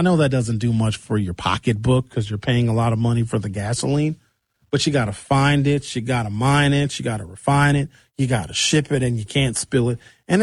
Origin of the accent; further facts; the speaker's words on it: Racine, Wisconsin, United States; somebody will always remember, sure, when I'm from Racine, my grandparents are from Racine.